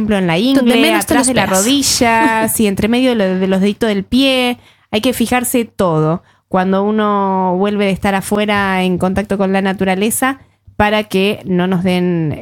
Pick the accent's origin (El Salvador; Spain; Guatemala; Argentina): Argentina; Ahora me puse así como argentina patriota.